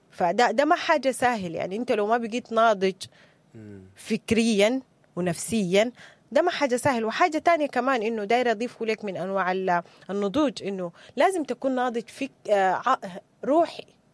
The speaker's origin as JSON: {"language": "Arabic", "country": "Sudan", "said": "احنا كسودانيين"}